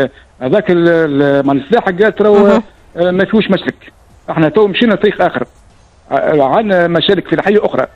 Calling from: North West Tunisia, Tunisia; من احدى ولايات الشمال الغربي.

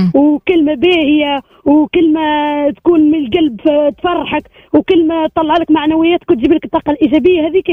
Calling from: Regueb, Sidi Bouzid, Tunisia

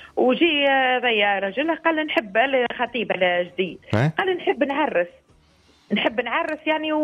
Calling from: Sousse, Sousse Governorate, Tunisia

